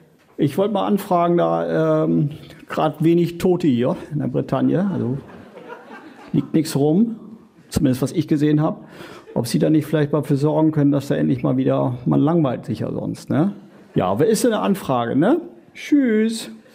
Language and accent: German; Oldenburg, Lower Saxony, Germany; Die kommen ja auch, sind ja in der Nähe von Oldenburg, meiner Heimat, und da gibt es harte Fragen.